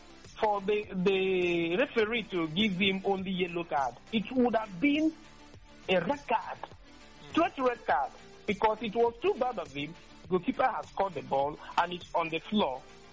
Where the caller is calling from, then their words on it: Nigeria; From Abowere Road.